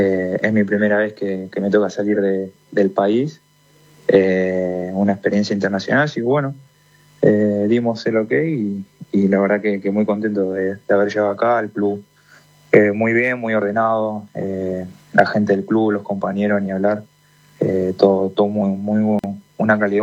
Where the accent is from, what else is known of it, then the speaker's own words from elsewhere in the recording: Mar del Plata, Buenos Aires Province, Argentina; Yo soy de Mar del Plata.